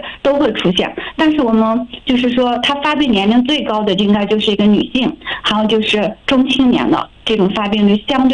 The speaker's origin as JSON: {"language": "Chinese", "country": "China"}